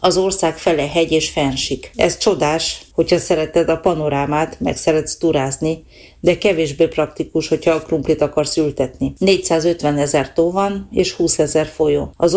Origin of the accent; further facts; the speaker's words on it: Târgu Mureș, Transylvania, Romania; moved away as an adult; now in Norway; 4 éve élek Norvégiában, Erdélyből költöztem ide.